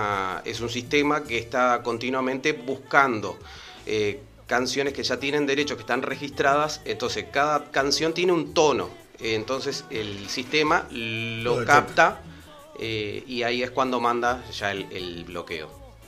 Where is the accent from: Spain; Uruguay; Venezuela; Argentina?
Uruguay; Trinidad, Flores; born there; now in Maldonado, Uruguay; no acá en Maldonado, porque yo soy nacido en Flores, en Trinidad, pero ya desde los 7 años.